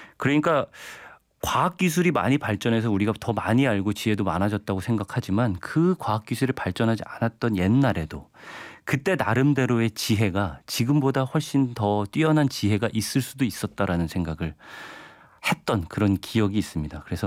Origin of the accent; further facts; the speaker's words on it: Chungcheong, South Korea; 저도 충청도 사람이라서